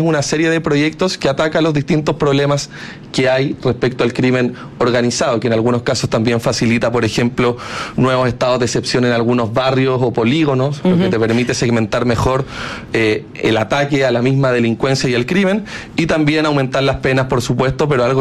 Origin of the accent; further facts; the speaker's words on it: Chile; empezamos a preguntarnos como chileno, como política, como Estado de Chile